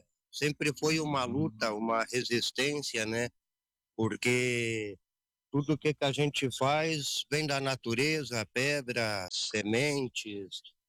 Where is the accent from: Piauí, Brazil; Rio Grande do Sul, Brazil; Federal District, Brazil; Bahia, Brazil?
Rio Grande do Sul, Brazil; Venâncio Aires; moved away as an adult; now in Soledade, Brazil; sou natural de Venâncio Aires.